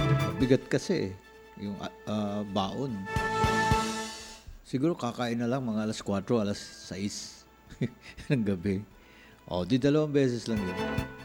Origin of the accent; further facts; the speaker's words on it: Davao, Davao Region, Philippines; Kasi lumaki ako sa Mindanao, a place where Cebuano language or dialect is the most popular, Davao.